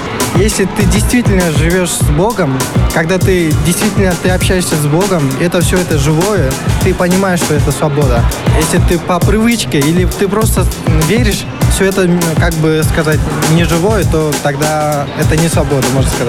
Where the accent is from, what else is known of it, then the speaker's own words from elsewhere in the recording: Kyrgyzstan; я из Кыргызстана.